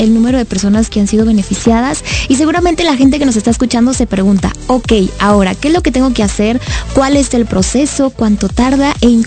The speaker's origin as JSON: {"language": "Spanish", "country": "Mexico", "said": "Y sobre todo este mes de septiembre que llevamos el orgullo de ser mexicanos."}